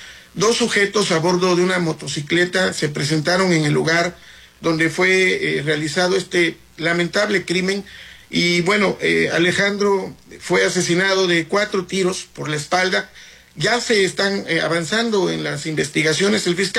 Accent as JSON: {"language": "Spanish", "region": "Oaxaca", "country": "Mexico", "said": "somos oaxaqueños"}